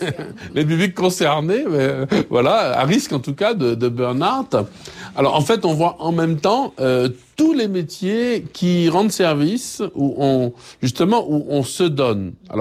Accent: Martinique; chez nous, en Martinique

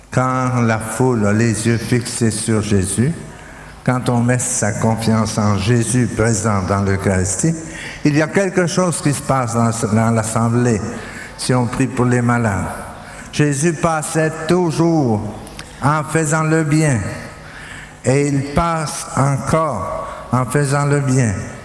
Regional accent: Dominican Republic

